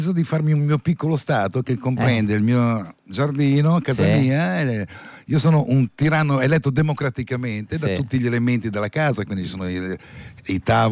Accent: Genoa, Liguria, Italy; Ecco, poi, pur essendo genovese, sul discorso economia.

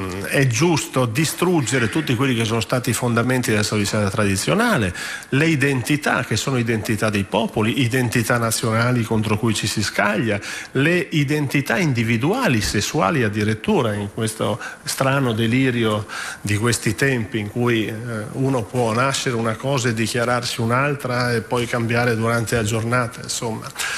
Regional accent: Trieste, Friuli-Venezia Giulia, Italy; io comprendo da triestino

